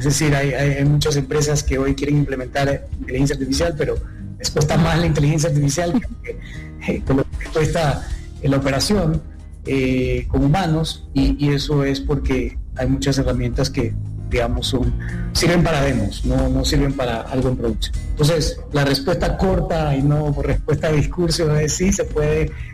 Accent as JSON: {"language": "Spanish", "country": "Ecuador", "said": "yo soy originalmente de Ecuador"}